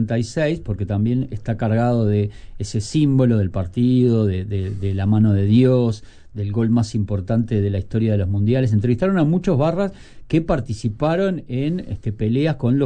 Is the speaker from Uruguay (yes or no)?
yes; Uruguay; es la pacatería uruguaya que nos gana.